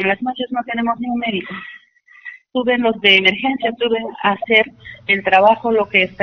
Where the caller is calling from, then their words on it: Chinchao District, Huánuco, Peru; Nosotros venimos del distrito de Chinchao.